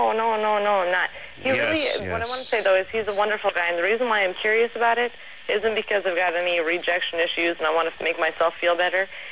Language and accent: English; Midwest, United States; I'm from the Midwest, so this is...